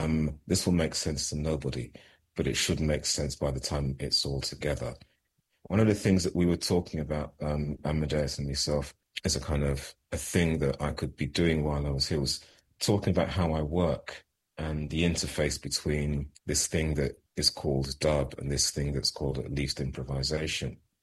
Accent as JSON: {"language": "English", "region": "London", "country": "United Kingdom", "tie": "born there", "said": "I was born in London in 1963."}